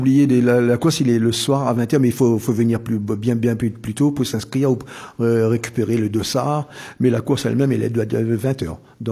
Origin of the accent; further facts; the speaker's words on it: Réunion; now in France; quand je pense à La Réunion, quand je suis en métropole, ben, mon petit coin où là, j'ai grandi Basse-Terre.